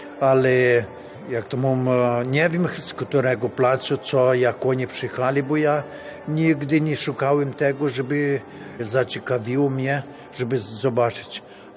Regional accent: Brazil; Ja urodziłem się, maluśki byłem w domu, to ojce tylko po polsku gadali i ja nauczyłem się po polsku. Jak poszłem do szkoły, to ja nic nie umiałem po brazylijsku.

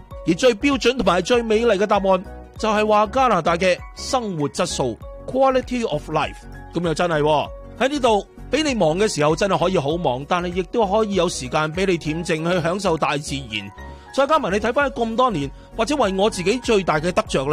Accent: China; 当然作为中国人，有机会梗系讲翻广东话噶啦。

